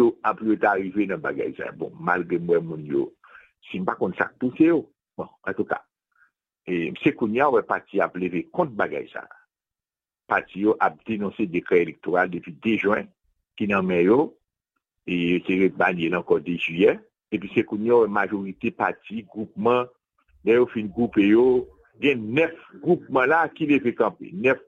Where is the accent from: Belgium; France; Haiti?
Haiti